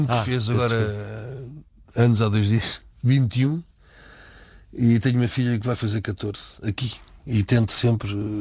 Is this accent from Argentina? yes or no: no; Portugal; Só que nós, enquanto portugueses, ouvimos certas coisas e certas atitudes um bocado do lado de fora